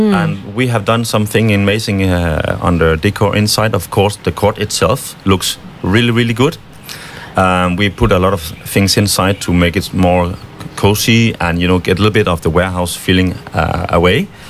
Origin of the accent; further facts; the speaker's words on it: Denmark; moved away as an adult; now in Hua Hin, Thailand; So, I'm from Denmark. Mm-hmm. I've been living in Hua Hin for nearly 4 years.